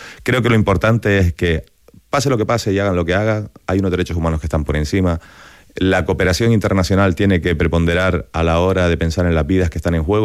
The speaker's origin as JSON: {"language": "Spanish", "region": "Canary Islands", "country": "Spain", "said": "siendo canario un pueblo que ha emigrado y que ha recibido mucha inmigración y del que me siento orgulloso"}